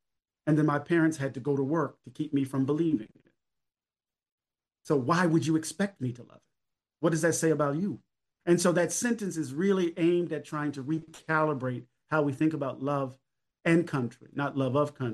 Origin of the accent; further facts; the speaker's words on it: Mississippi, United States; I grew up in Mississippi.